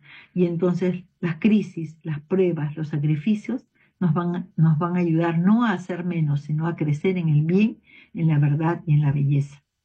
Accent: Peru; nuestro país, nuestro querido Perú

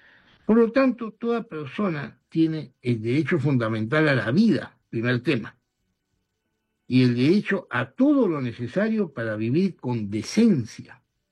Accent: Peru; Somos peruanos

